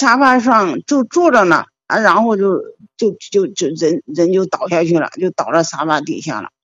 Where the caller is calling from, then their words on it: Henan, China; 我家是河南的